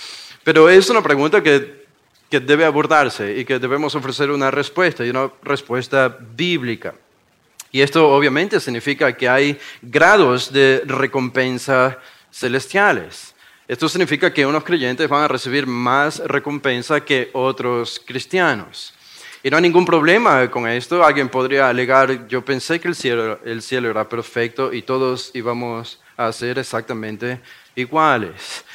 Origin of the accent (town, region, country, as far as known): Guayaquil, Guayas, Ecuador